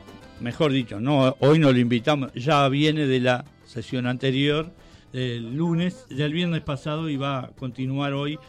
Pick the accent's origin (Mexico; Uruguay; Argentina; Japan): Uruguay; yo no soy inglés, soy uruguayo y hablo español